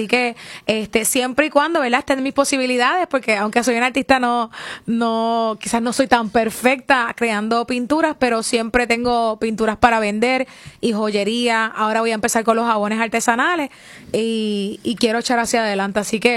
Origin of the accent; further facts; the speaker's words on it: Puerto Rico; yo soy puertorriqueña.